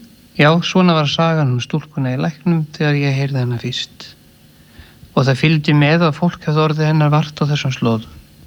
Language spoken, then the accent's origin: Icelandic; Laugarnes, Capital Region, Iceland; Þegar ég var aðalast upp í Laugarnesi, heyrði ég stúlkuna í læknum.